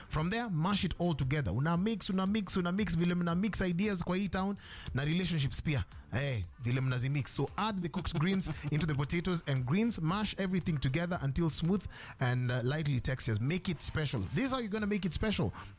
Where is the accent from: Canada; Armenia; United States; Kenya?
Kenya